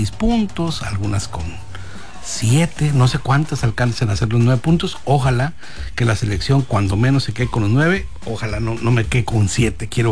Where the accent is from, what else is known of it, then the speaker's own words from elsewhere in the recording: Mexico; como mexicano que soy, ¿no? Como, que somos y que nos gusta.